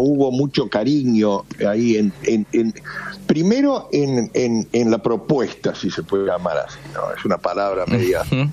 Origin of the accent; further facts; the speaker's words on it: Buenos Aires, Argentina; born there; Lo que pasa es que como nací en Buenos Aires, eso me ponen, viste, por portación de pasaporte.